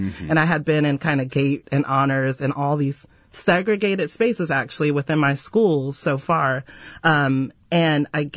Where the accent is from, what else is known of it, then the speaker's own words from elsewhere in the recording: Sacramento, California, United States; also born or lived in Fresno / Bakersfield; So I grew up mostly in Sacramento, but I also spent a lot of time growing up in Fresno and in Bakersfield.